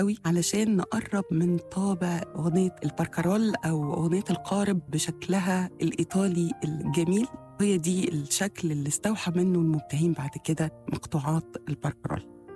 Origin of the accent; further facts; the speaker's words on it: Egypt; لاننا مصر بقى بنستمتع بنهر النيل والبحور مختلفة وبحيرات مختلفة، فاحنا كمصريين مرتبطين قوي بفكرة النزهة المائية.